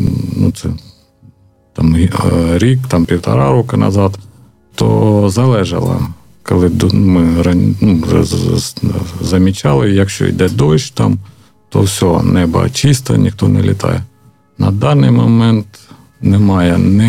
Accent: Vovchansk district, Kharkiv Oblast, Ukraine; Ну, з Вовчанщини. Я з Вовчанщини, жінка моя харківська, ну, з Харкова, ну, ми жили там.

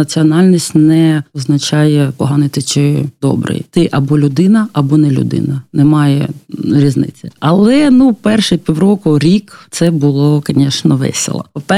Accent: Buryatia, Russia; я таку кількість інформації про бурятів ніколи не чула до 22-го року, будучи бурятка

